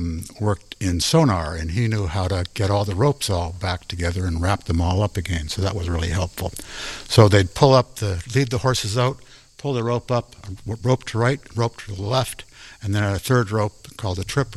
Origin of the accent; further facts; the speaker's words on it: Canada; now in Iowa, United States; I'm not from Iowa, and I'm not a farm boy, and it's worse than that, I'm not even from the United States, I'm from Canada.